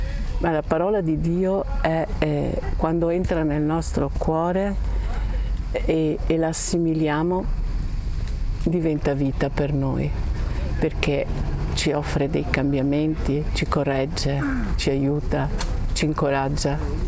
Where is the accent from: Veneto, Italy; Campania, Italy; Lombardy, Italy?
Veneto, Italy; Padua; Io vengo da Padova.